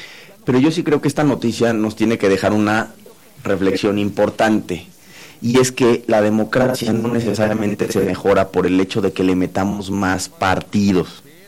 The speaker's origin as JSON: {"language": "Spanish", "country": "Mexico"}